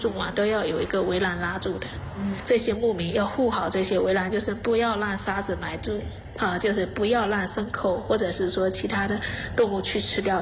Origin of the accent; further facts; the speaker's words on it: Fujian, China; 然后而且我从福建来的，很喜欢吃新鲜，不喜欢冰冻的。